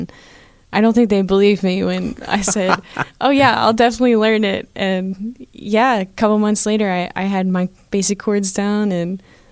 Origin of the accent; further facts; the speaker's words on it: Uniontown, United States; Where did I grow up? Uniontown, hours south of here.